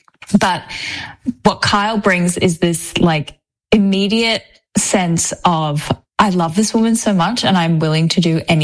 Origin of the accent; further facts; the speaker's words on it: Australia; accent: Australian; You know, if it was, like, my Australian accent, they'd be like, lock her up, you know?